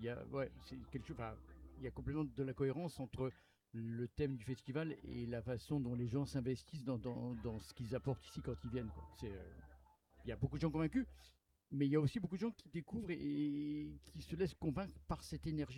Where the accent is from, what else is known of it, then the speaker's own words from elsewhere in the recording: Pau, Nouvelle-Aquitaine, France; also born or lived in Évreux; Je suis de l'agglomération paloise, à Pau.